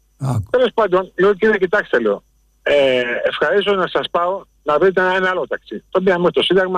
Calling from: Piraeus, Attica, Greece; από τον Πειραιά.

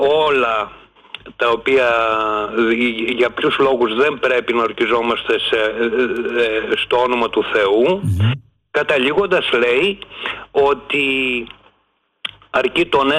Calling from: Athens, Attica, Greece; από Αθήνα παίρνω.

